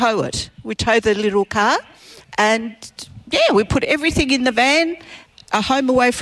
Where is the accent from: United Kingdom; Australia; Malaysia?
Australia; Melbourne, Victoria; now in Dundaran Beach, Australia; I was originally from Melbourne.